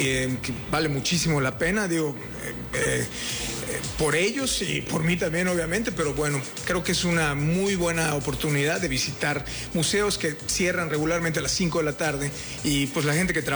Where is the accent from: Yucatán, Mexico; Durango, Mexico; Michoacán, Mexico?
Yucatán, Mexico; Mérida; yo crecí en Chuburná. Ese es mi barrio, ¿no? Y pues nada, no sé. Yo aquí sigo, salí, viví fuera y regresé.